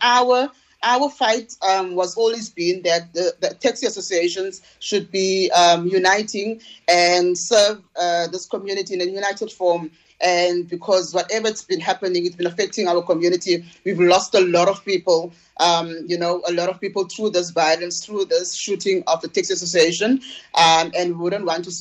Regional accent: Vryheid, KwaZulu-Natal, South Africa; because I'm from Vryheid, I might not be served

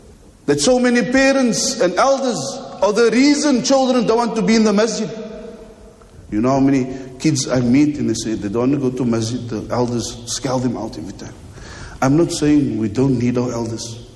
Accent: Egypt; moved away as an adult

